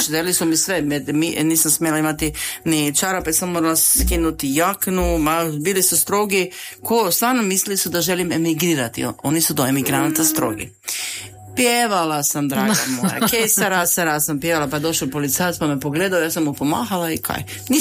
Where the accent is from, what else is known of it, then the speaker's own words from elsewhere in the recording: Croatia; moved away as an adult; also born or lived in Germany; now in Slovenia; Hrvatska je naravno domovina, zemlja mog djetinjstva, moj rodni kraj, mog djetinjstva. Slovenija je domovina moje obitelji, evo gdje živi moja obitelj, moji sinovi